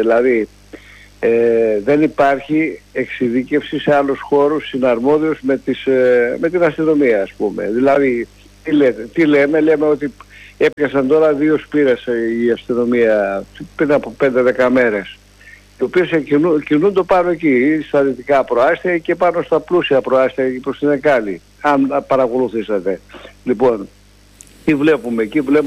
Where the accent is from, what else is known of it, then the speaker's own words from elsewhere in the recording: Karditsa, Thessaly, Greece; στην πατρίδα μου, στην Καρδίτσα